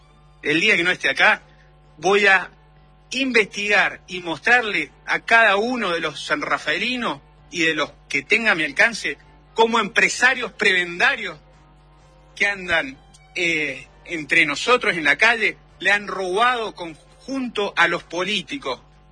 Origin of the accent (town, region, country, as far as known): Argentina